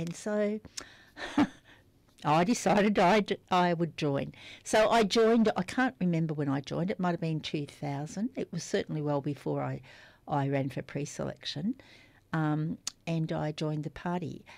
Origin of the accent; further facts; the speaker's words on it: Traralgon, Victoria, Australia; And I'm from Traralgon, and there was a great sense of injustice.